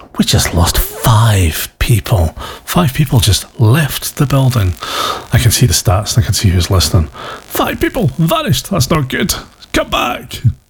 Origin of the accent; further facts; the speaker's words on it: Australia; accent: Australian; I guess either my Australian accent didn't go down too well